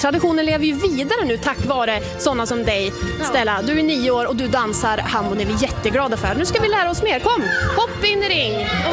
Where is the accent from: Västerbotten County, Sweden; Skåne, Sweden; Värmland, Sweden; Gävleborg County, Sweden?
Gävleborg County, Sweden; jag själv som är född och uppvuxen i Hälsingland